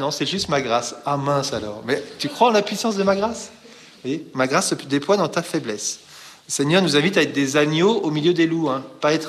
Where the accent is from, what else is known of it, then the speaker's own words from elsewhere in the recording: Brittany, France; moi, je suis breton